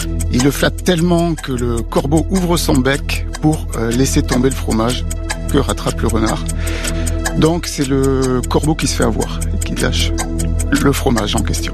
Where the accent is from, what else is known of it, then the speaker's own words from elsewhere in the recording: Nouvelle-Aquitaine, France; accent: south-western; Effectivement, je n'ai pas l'accent nantais, j'ai l'accent du sud-ouest.